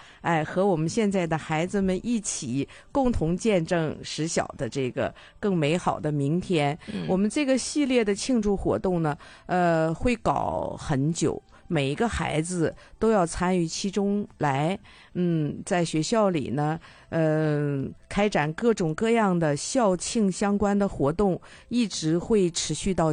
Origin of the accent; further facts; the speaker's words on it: Dalian, Liaoning, China; 那种身为一个大连人的骄傲，